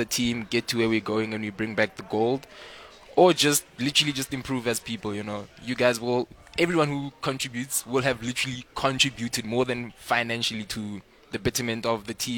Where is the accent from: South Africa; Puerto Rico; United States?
South Africa; So, again, it's crazy. Like, being South African is like, it's a pleasure. It's an honor, if anything.